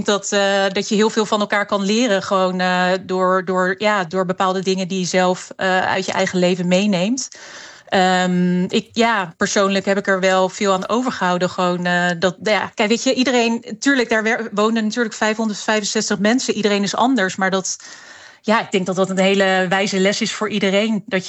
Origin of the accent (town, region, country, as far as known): Netherlands